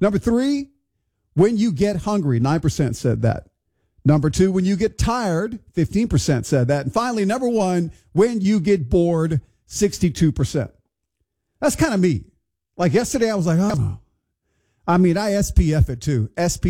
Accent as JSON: {"language": "English", "town": "Houston", "region": "Texas", "country": "United States", "tie": "born or raised there", "said": "Growing up in Houston, Texas, we used to sneak into somebody's apartment complex and swim."}